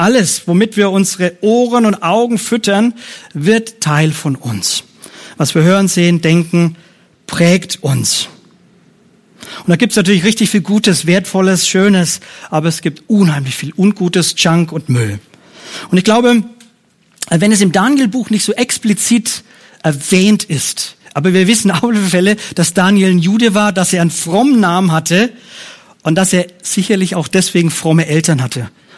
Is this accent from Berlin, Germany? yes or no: no; Bavaria, Germany; Bei mir, ich komme aus dem Bayerischen, Fränkischen, habe ich ja schon gesagt